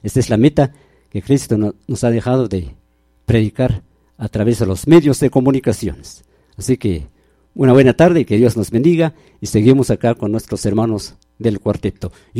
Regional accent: Santa Lucía Utatlán, Sololá, Guatemala; somos de Ciénaga Grande, Santa Lucía, Utatlán, Sololá.

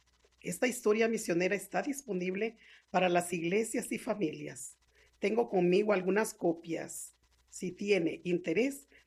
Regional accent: Honduras; moved away as an adult; now in Spain; Soy hondureña y estudié en el Seminario Teológico Centroamericano de la Promoción 1986.

